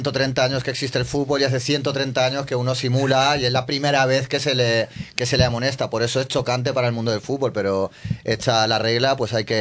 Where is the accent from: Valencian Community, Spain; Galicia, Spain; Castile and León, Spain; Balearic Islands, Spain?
Balearic Islands, Spain; por lo menos en Mallorca, de donde yo soy, en la costa mediterránea, hemos visto algunos mini enfrentamientos entre argentinos e ingleses.